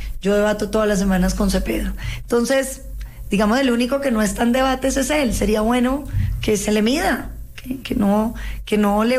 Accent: Popayán, Cauca, Colombia; En Popayán, Darcy, yo crecí en Popayán, mis amigas son de Popayán, pasé mi adolescencia en Popayán.

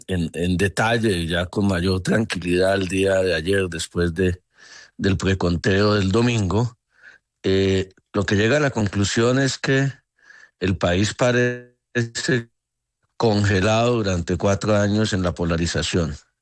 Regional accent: Colombia; como país, como colombianos

